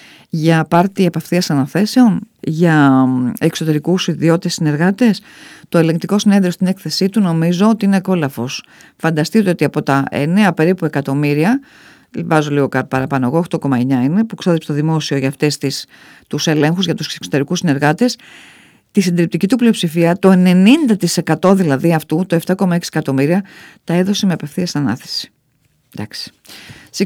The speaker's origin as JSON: {"language": "Greek", "country": "Greece", "said": "ως Έλληνες και γαλουχημένοι μέσα στην ελληνική οικογένεια και κοινωνία"}